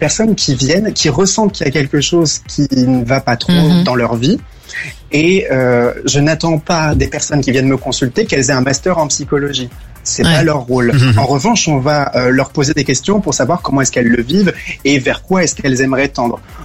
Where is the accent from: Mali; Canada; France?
France; Saint-Alban, Brittany; Eh bien, moi, je suis en Bretagne. Je suis un vrai Breton pur beurre et dans les Côtes d'Armor à Saint-Alban, la petite commune de Saint-Alban, proche de Plaine-Valandré, Saint-Brieuc.